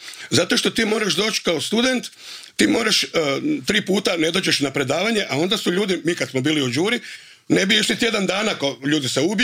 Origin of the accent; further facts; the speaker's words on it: Požega, Požega-Slavonia County, Croatia; now in Zagreb, Croatia; Ja sam odraštao, rođen sam u Požegi.